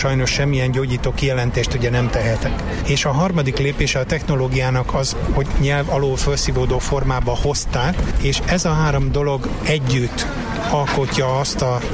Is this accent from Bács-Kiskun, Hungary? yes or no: no; Szeged, Csongrád-Csanád, Hungary; Én szegedi vagyok, nálunk a kézilabda és a kajakkenu az elsődleges sportok